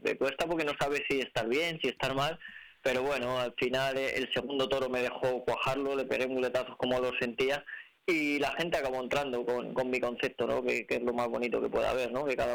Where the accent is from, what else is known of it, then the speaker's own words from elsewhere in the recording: Salamanca, Castile and León, Spain; me hubiera encantado haber estado anunciado en mi casa, en mi tierra, delante de toda mi gente, porque al final Salamanca es donde vivo